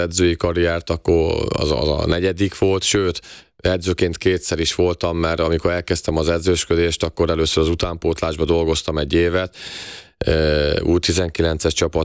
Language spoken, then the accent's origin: Hungarian; Kaposvár, Somogy, Hungary; born there; Kaposváron születtem, és még 12 évesen az volt az álmom, hogy egyszer a Rákóczi-ba játszhassak